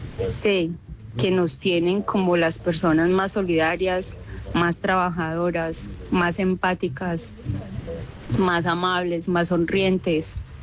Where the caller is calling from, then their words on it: Colombia; me siento orgullosa de ser colombiana, y yo que tuve la oportunidad de vivir en el extranjero